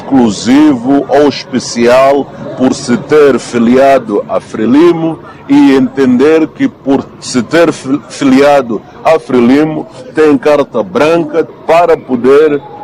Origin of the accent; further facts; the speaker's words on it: Mozambique; os nossos valores enquanto moçambicanos.